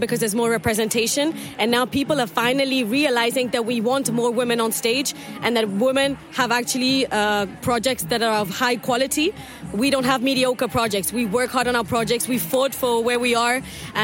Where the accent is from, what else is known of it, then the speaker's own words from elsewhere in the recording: India; moved away; especially because I'm an Indian woman, an immigrant woman